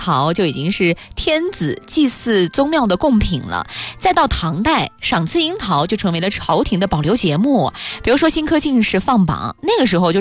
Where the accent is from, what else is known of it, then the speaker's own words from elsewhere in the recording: Nanjing, Jiangsu, China; 我们南京人